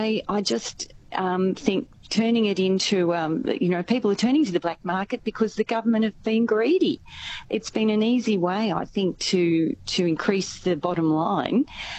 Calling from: Echuca, Victoria, Australia

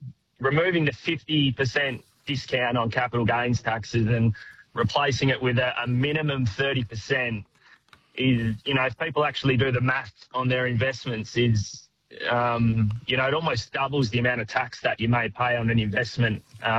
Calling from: Brunswick, Western Australia, Australia; Yeah, g'day, Mac. … from Brunswick in Western Australia.

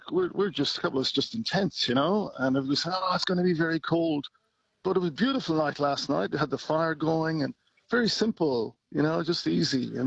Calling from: Beechworth, Victoria, Australia; No, I'm here, Magga. I'm calling in from Beechworth in Victoria.

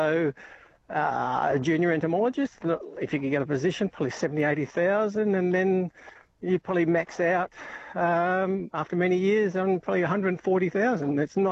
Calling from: Western Australia, Australia; I'm not far from Boyan up. I'm just off Caves Road at the moment, just north of Margaret River.

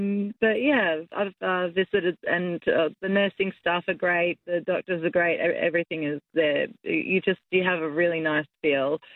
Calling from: Melbourne, Victoria, Australia; I'm from Melbourne

